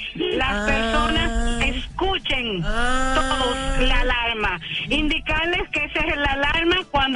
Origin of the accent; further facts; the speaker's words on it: Chile; now in Dominican Republic; Soy chilena.